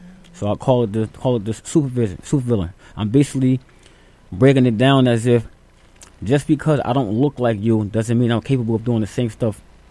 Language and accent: English; Newark, New Jersey, United States; also born or lived in Orange, New Jersey; Once again, I come from New Jersey. I was born in Orange, but I was moved to Newark, which is It's an area called the South Ward and the West Ward and places like that. That's where I was born and raised at.